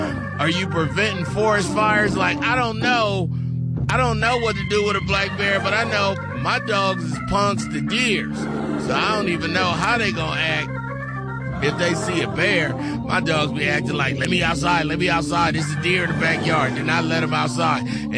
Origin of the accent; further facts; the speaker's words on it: California, United States; But if you like me, and you know I'm from Cali, they've been telling us for decades, leave bears alone.